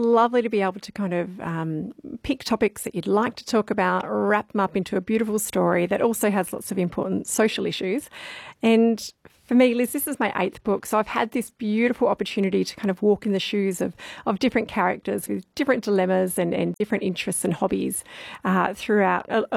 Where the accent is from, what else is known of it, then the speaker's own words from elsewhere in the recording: Tantanoola, South Australia, Australia; I grew up in the southeast in a very small town called Tantanoola.